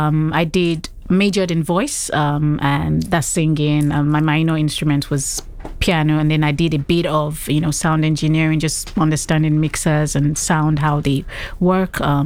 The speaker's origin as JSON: {"language": "English", "country": "Nigeria", "moved": "yes", "lives_now": "Northampton, United Kingdom", "said": "So I'm Nigerian"}